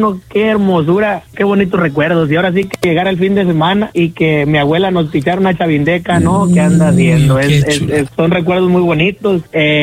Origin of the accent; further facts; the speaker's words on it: Apatzingán, Michoacán, Mexico; Allá nacimos en Apatzingán, somos de tierra caliente. No, es un orgullo, ¿no? Andar representando a Michoacán por todos lados.